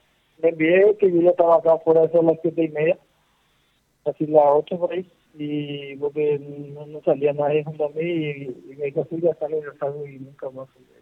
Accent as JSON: {"language": "Spanish", "region": "Cordillera", "country": "Paraguay", "lives_now": "Pedro Juan Caballero, Paraguay", "said": "No sé, soy de Cordillera, pero estoy viviendo acá hace 3 años."}